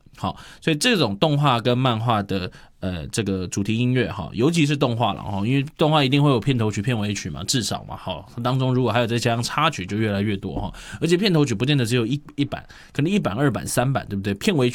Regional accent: Taiwan

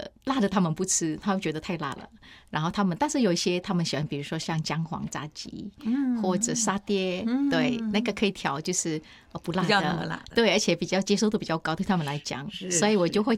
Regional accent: Indonesia; now in Taiwan; 每次有人问我你是哪里人，我就会说我是新加坡马来西亚，就感觉那个时候可能那个时候的环境在台湾一般认为就是比较刻板印象，就是可能印尼是会排华的一个国家

